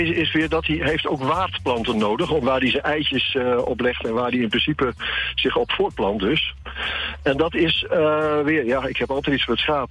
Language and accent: Dutch; Almelo, Overijssel, Netherlands; ik kom zelf uit Almelo.